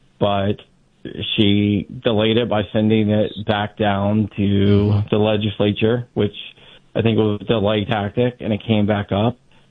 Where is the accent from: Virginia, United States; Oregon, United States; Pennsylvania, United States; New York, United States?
Virginia, United States; Sterling; I grew up and I still live in Loudoun County. I grew up in Sterling and live in Ashburn.